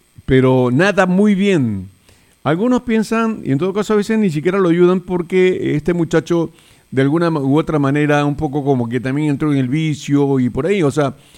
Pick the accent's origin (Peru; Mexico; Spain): Peru; así somos los peruanos